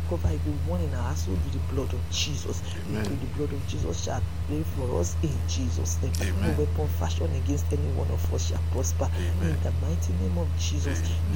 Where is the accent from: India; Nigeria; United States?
Nigeria